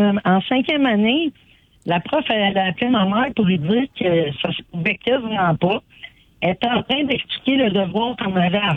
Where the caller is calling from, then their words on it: Montreal, Quebec, Canada; Montréal.